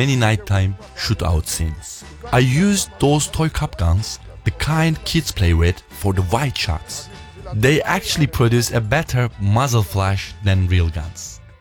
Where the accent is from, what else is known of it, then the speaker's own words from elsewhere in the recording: Istanbul, Turkey; Istanbul is an enormous city. I'm from Ortaköy, one of the best districts.